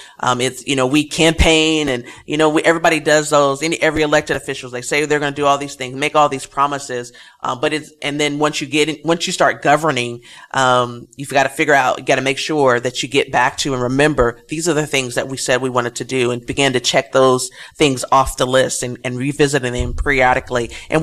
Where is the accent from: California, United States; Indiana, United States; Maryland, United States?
Indiana, United States; Evansville; to really think about growing up in Evansville